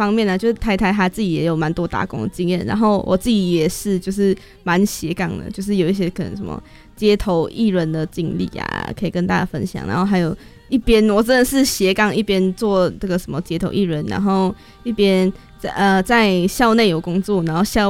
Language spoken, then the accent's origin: Chinese; Malaysia; now in Taiwan; 我是马来西亚人